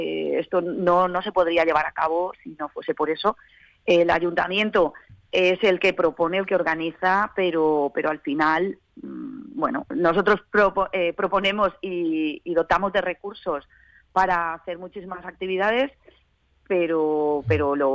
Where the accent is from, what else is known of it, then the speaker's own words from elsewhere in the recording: Aspe, Valencian Community, Spain; No solo somos los de Aspe los que vamos a por nuestra patrona